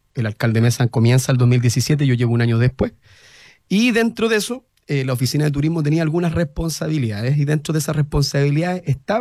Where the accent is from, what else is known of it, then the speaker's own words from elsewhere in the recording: Los Andes, Valparaíso, Chile; Soy andino, para algunos que me conocen.